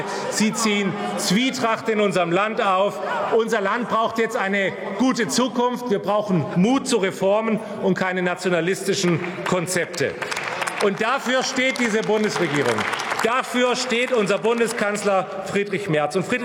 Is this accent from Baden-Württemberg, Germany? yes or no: yes; Baden-Württemberg, Germany